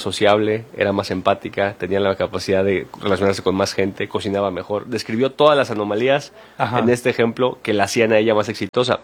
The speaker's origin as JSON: {"language": "Spanish", "country": "Mexico", "tie": "born there", "said": "Nací en México y no vengo de dinero"}